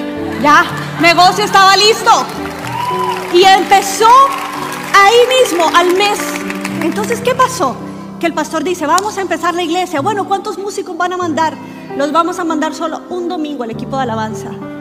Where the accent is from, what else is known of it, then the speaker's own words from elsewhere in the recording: Barranquilla, Atlántico, Colombia; Mi hermano en un piano, el otro con el tambor, claro, porque somos barranquilleros, no tiene que haber tambor, por supuesto, una tambora.